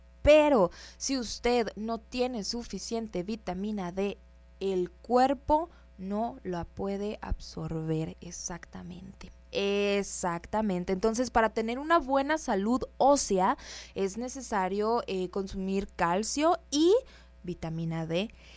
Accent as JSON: {"language": "Spanish", "region": "Sonora", "country": "Mexico", "said": "soy sonorense"}